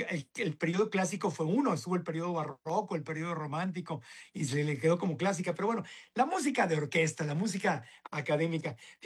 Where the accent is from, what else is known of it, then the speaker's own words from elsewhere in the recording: Mexico; nosotros somos mexicanos, pero como hermanos latinoamericanos